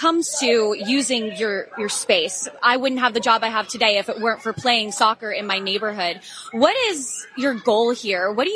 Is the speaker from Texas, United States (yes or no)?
yes; Texas, United States; moved away as an adult; also born or lived in Mississippi; now in New York, United States; Growing up in Texas, I had soccer fields in my backyard.